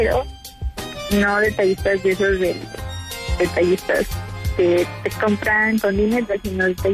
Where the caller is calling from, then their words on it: Coacalco, State of Mexico, Mexico; Vivo en Coacalco.